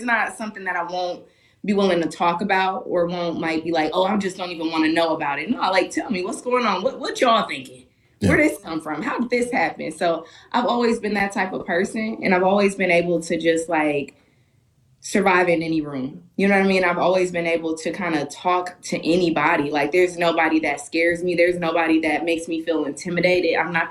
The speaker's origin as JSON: {"language": "English", "town": "Milwaukee", "region": "Wisconsin", "country": "United States", "said": "Milwaukee's home. All of my family and friends are still there. I'm back and forth. So, yeah, man. I'm from Milwaukee through and through."}